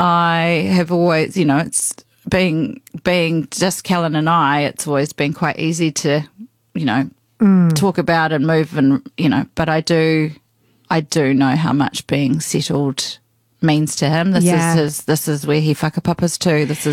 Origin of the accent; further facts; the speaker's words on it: Otaki, Wellington, New Zealand; also born or lived in Perth, Australia; I was born in Wellington, but have had a number of... So then we moved to Australia, living in Perth till I was 7, moved back to New Zealand to Otaki, and that's where I met Mishi.